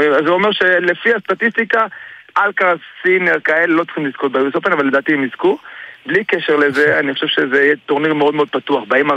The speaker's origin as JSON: {"language": "Hebrew", "town": "Jerusalem", "region": "Jerusalem District", "country": "Israel", "tie": "born or raised there", "said": "אני עכשיו בירושלים, בעיר הבירה, במרכז הטניס ירושלים, איפה שגדלתי"}